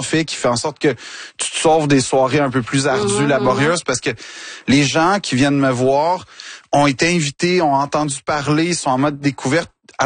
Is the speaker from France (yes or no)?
no; Quebec, Canada; mais je réalise à quel point le Québec, c'est ma vie, en fait. Quand je dis que je suis québécois jusqu'au bout des doigts, mais c'est, je le sens à tous les jours.